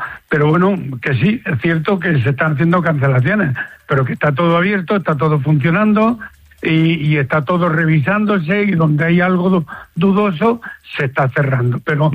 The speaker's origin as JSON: {"language": "Spanish", "town": "Granada", "region": "Andalusia", "country": "Spain", "said": "los primeros asustados somos los granadinos"}